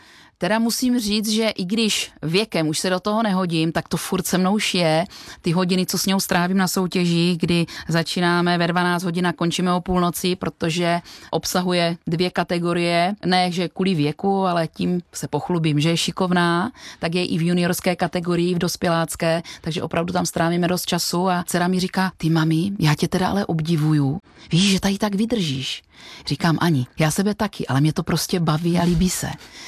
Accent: Znojmo, South Moravian Region, Czechia; A já miluju přírodu, vodu, protože své dětství jsem strávila na Vranovské přehradě u Znojma, kde rodiče mé mámy měli chatu, nejkrásnější období mýho života.

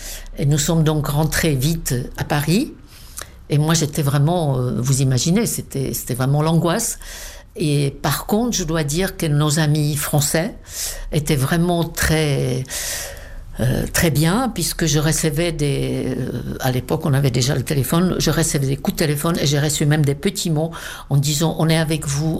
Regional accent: South Bohemian Region, Czechia; born there; French is a second language; Je suis très, très attachée à mon pays natal. Très, presque trop, je dirais. Peut-être aussi parce que c'est la Bohême du Sud, qui est quand même une très jolie région.

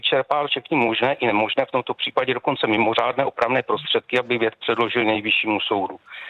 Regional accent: Brno, South Moravian Region, Czechia; Mě by to nevadilo, mě v Brně, já jsem z Brna

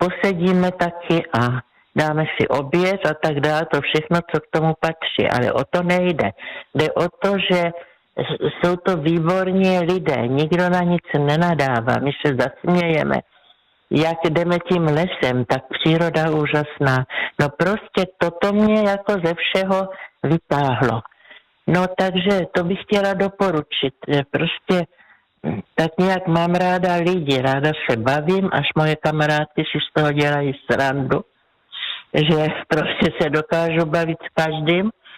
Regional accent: South Moravian Region, Czechia; now in Brno, Czechia; Vyrůstala jsem v krásném prostředí u Břeclavy dole na jižní Moravě

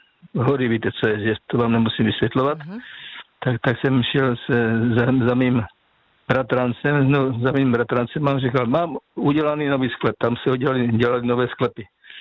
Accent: Slovakia; jako já pocházím ze Slovenska, tam se říká stařenka nebo babička.

